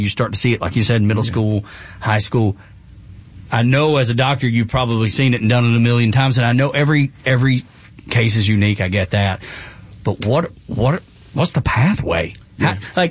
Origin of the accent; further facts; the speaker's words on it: Dalton, Georgia, United States; growing up in Northwest Georgia, it was the people that owned the carpet mills. I'm from Dalton, which is carpet capital of the world